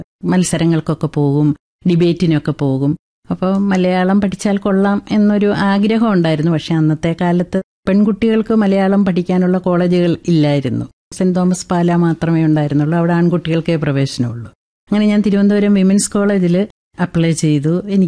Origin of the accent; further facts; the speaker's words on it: Elangulam, Kerala, India; moved away as an adult; എന്റെ സ്വദേശം കാഞ്ഞിരപ്പള്ളിക്കും പാലായ്ക്കും ഇടയ്ക്കുള്ള ഇളങ്കുളം എന്ന് പറഞ്ഞ സ്ഥലമാണ്. ഞാൻ കാഞ്ഞിരപ്പള്ളി കോളേജിലാണ് പ്രീ ഡിഗ്രി പഠിച്ചത്.